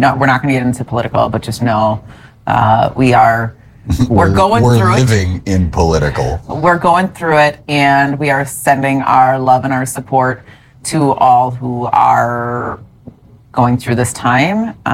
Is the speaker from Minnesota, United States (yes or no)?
yes; Saint Paul, Minnesota, United States; I was born in St. Paul.